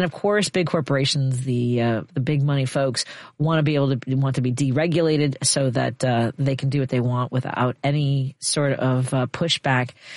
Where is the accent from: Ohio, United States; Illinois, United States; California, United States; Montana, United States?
Illinois, United States; Chicago; I grew up in Chicago